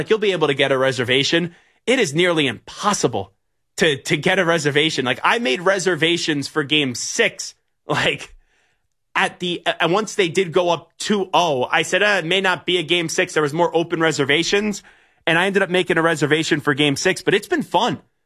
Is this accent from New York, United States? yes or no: yes; Dix Hills, New York, United States; I actually went to Comac High School, and I grew up in the Dix Hills area, but I was right on the cut line as, you know, Dix Hills, Comac is so close to one another that I went to Comac schools growing up as a kid.